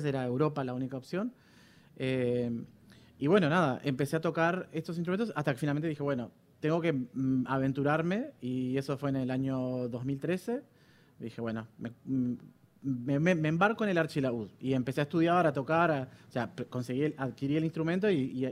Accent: Bella Unión, Artigas, Uruguay; yendo al conservatorio de mi pueblo, de mi ciudad, que es Bella Unión, mi ciudad de origen

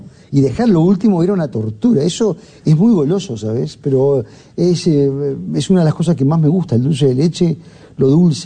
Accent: Montevideo, Uruguay; Sí, porque cuando yo nací en Civil Silaboyá, después me mudé a Lucio Rodríguez y Camilo Las Tropas, que es al lado del Estadio del Cerro, a 2 cuadras del Estadio del Cerro. Y sí, era un barrio muy obrero.

